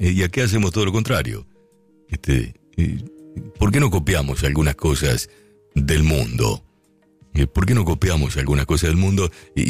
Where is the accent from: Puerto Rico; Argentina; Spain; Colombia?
Argentina; absolutamente todos los argentinos y aquellos que no lo son, pero que vinieron a buscar una posibilidad en mi país